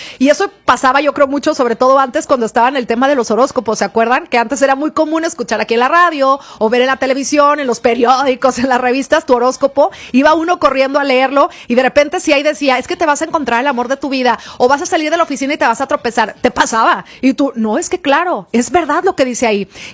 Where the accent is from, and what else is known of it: Mexico